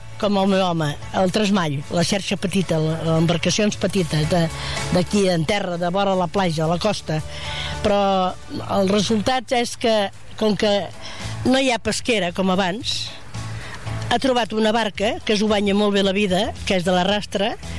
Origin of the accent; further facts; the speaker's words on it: Roses, Catalonia, Spain; Jo vaig néixer aquí a Roses i el meu pare era guardamolls i vivíem aquí en el port.